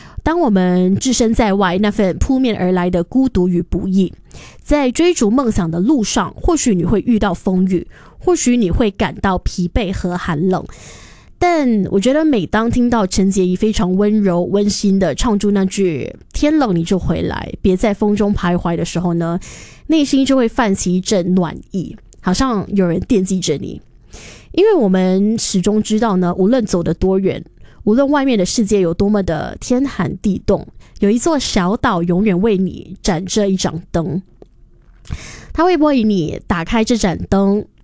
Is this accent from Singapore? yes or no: yes; Singapore